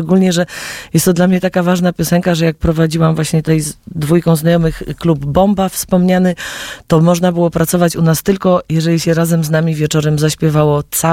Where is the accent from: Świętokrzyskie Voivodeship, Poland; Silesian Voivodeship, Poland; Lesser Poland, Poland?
Lesser Poland, Poland; born there; now in Podlaskie, Poland; Przecież ja jestem góralką. Potem mi to mija, bardziej się identyfikuję jako podlasianka chyba już teraz